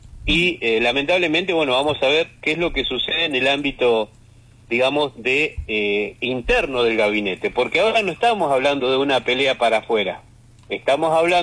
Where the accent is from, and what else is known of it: Argentina